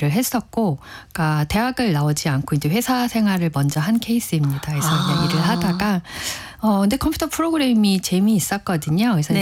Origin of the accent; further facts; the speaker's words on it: Seoul, South Korea; 제가 이제 집이 이제 본가가 서울인데요.